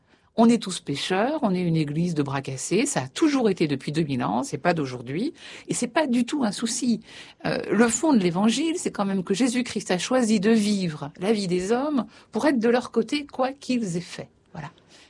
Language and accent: French; France; je trouve que je suis française au 21e siècle, dominicaine certes